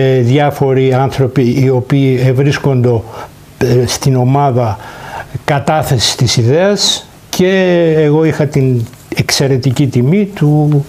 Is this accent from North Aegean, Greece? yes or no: no; Rhodes, South Aegean, Greece; εμείς σαν Ροδίτες και σαν Έλληνες